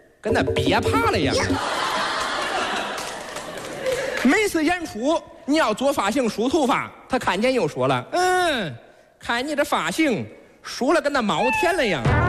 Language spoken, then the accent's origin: Chinese; Henan, China